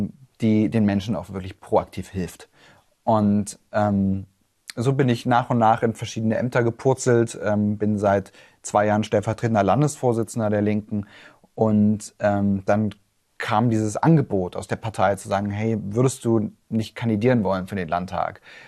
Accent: Weissenfels, Saxony-Anhalt, Germany; born there; also born or lived in Lützen; ich bin 25 Jahre alt, bin in Waisenfels geboren und aufgewachsen im Bereich Lützen, bin dann 2010 nach Waisenfels gezogen mit meiner Mutter und habe dann 2019 mein Abitur am Goethe-Gymnasium hier gemacht

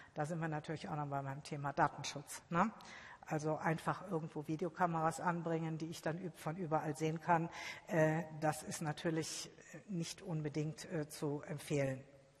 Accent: Düsseldorf, North Rhine-Westphalia, Germany; Also ich komme ja aus Düsseldorf und da kann ich Ihnen sagen

